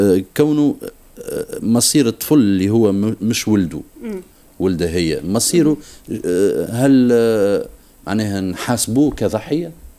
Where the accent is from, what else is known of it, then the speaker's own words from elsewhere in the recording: Tunisia; لاني انا ولد تونس مولود لهنا وعايش في مجتمع تونسي